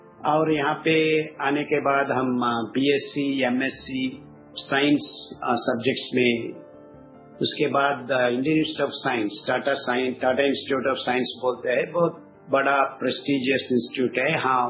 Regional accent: Mysuru, Karnataka, India; born there; Hindi is a second language; also born or lived in Proddatur, Andhra Pradesh; और अभी तो हम आंध्र से निकल गए, बहुत साल हो गए हैं। हम मैसूर में रहते हैं, हमारा पढ़ाई सब कुछ मैसूर में ही हुआ

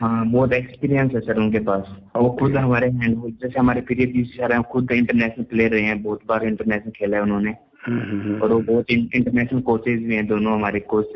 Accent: Jaipur, Rajasthan, India; Sir मैं जयपुर से हूँ।

